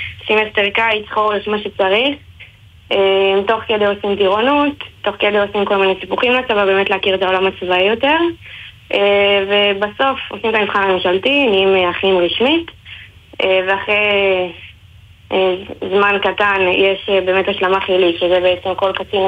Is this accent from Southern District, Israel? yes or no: yes; Ashdod, Southern District, Israel; אני מאשדוד, אנחנו בסניף אשדוד עובדים